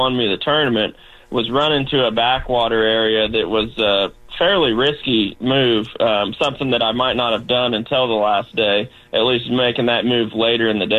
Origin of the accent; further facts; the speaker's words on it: Versailles, Missouri, United States; I grew up in Versailles, went to school there, K through 12.